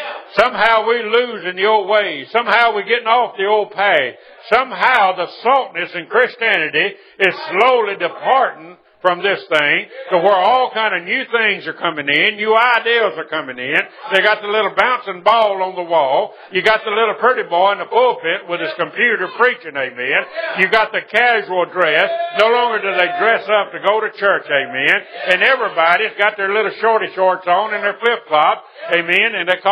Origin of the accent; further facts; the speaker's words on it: Mississippi, United States; We was raised in Mississippi